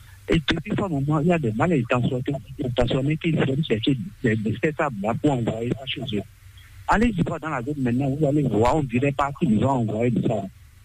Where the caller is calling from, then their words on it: Togo; Je vous appelle de Caravie, Togo.